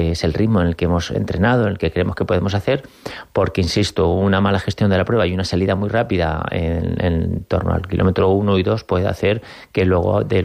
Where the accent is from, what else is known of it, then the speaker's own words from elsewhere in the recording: Albacete, Castilla-La Mancha, Spain; todos los que somos de Albacete